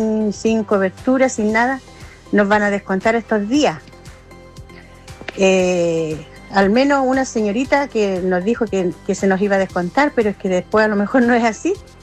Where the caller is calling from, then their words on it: Biobío, Chile; Yo también soy pobladora de Quillejo, Salto del Perro